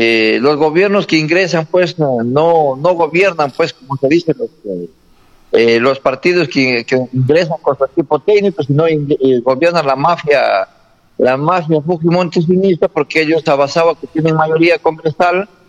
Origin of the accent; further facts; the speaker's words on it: Peru; tenemos que desgraciadamente nosotros como peruanos tomarse esa batuta